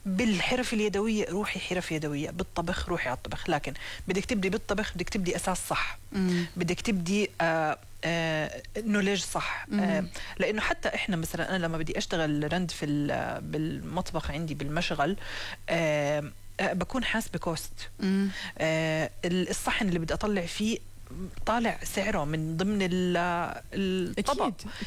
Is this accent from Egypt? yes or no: no; Jordan